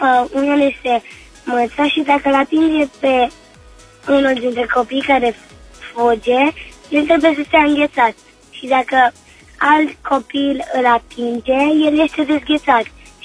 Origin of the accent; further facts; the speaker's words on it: Cluj-Napoca, Cluj County, Romania; sunt din Cluj și am 8 ani.